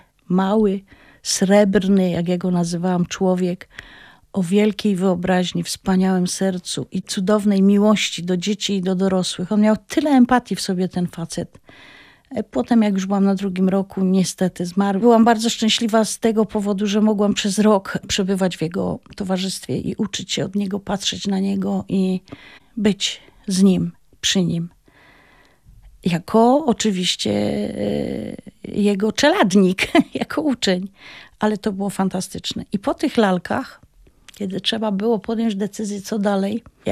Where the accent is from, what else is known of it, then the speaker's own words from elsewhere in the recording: Silesian Voivodeship, Poland; accent: Silesian; byłam ślązaczką z akcentem, z melodią, z zaśpiewem, z całym tym wszystkim, co niesie bycie ślązakiem, z bagażem, z korzeniem śląskim, który niosłam, z brakiem zrozumienia naszego heimatu